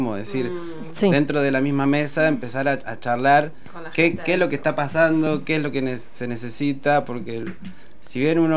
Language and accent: Spanish; Trenque Lauquen, Buenos Aires Province, Argentina; now in La Plata, Argentina; yo soy de Trenquelau, que es en provincia de Buenos Aires, 500 kilómetros de acá